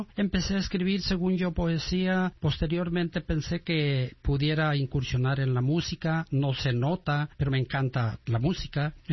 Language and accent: Spanish; Limón, Jalisco, Mexico; Yo soy de Limón, Jalisco, y allá hay muy buenos mariachis en el Grullo